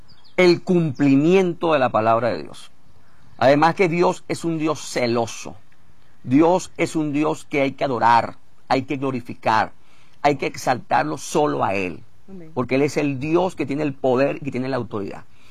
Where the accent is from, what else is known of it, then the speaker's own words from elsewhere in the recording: Venezuela; moved away; mi país, Venezuela